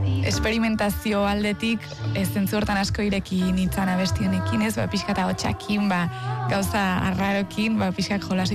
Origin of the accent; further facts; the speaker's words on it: Tolosa, Basque Country, Spain; Ba, bueno, karo, ni Tolosakoa naiz, orduan Tolosan inauteritan